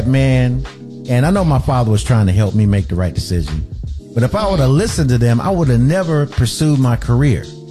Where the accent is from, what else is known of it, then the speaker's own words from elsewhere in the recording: Goldsboro, North Carolina, United States; He used to be on the radio in my hometown in Goldsboro, North Carolina.